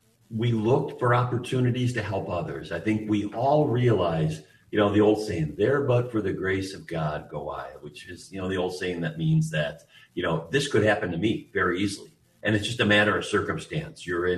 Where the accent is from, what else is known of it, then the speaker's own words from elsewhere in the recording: Cleveland, Ohio, United States; Yes. Yeah. I grew up in the Cleveland area.